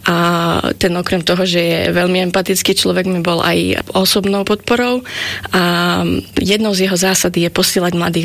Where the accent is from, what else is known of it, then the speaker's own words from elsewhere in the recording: Prešov, Prešov Region, Slovakia; pochádzam z Prešova a mám 36 rokov.